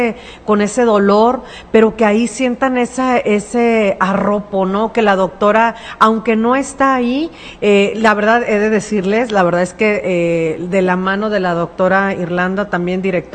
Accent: Mexico; de nosotros como mexicanos, como sociedad, es como que hay esa partecita que nos da miedo del el prever.

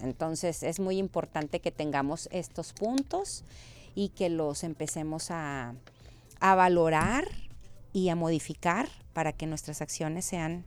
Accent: Monterrey, Nuevo León, Mexico; O que ya ves que a mí, por ejemplo, que soy regia

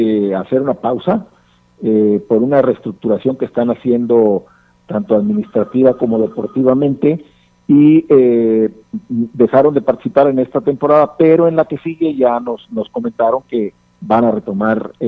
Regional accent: Nayarit, Mexico; yo soy de aquí de Nayarit.

